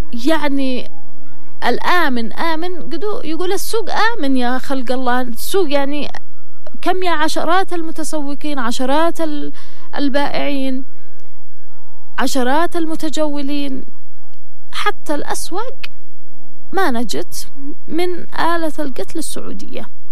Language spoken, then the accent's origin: Arabic; Yemen; ونحن كشعب يمني متوكلون على الله